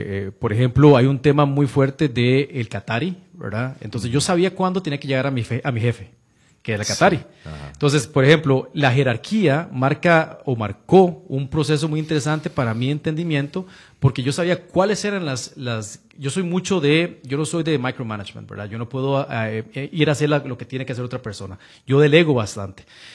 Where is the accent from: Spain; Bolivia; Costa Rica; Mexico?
Costa Rica; moved away as an adult; como tico y latinoamericano